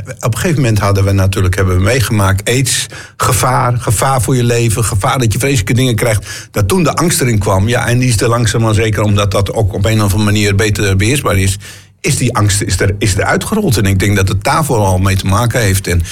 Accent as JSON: {"language": "Dutch", "region": "Groningen", "country": "Netherlands", "said": "Ik ben een geaarde Groninger, zeg ik eerlijk."}